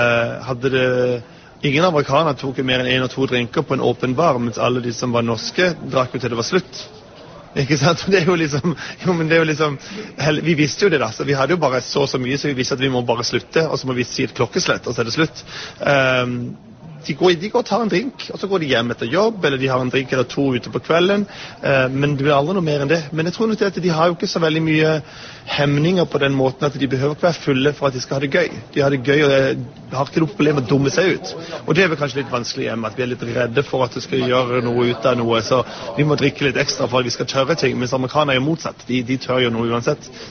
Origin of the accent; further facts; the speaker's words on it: Oslo, Norway; Det mye farligere hjemme I Oslo. Her det trygt overalt.